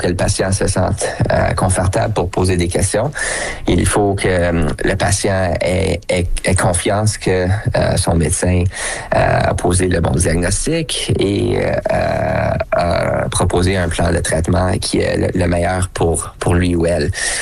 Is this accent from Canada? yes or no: yes; Ottawa, Ontario, Canada; J'ai grandi à Ottawa dans un environnement bilingue. J'ai fait la plupart de mes études en français.